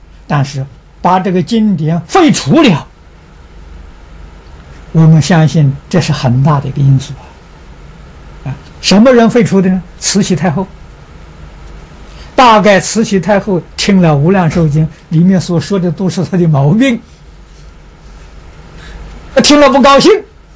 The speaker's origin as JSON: {"language": "Chinese", "country": "China", "said": "我们中国人俗话讲快刀斩乱麻啊，是这个意思啊。"}